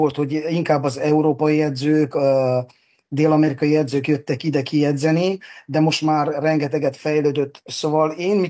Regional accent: Hungary; now in Canada; Most beszélhetnék, mint magyar.

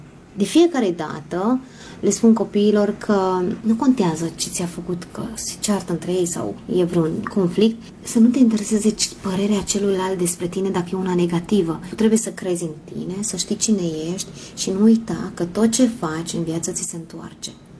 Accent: Romania; now in Hungary; eu sunt româncă, dar nu știu bine ungurește.

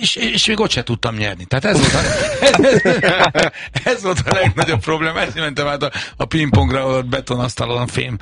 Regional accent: Budapest, Hungary; Meg hát azért a 11. kerületben én felnőttem

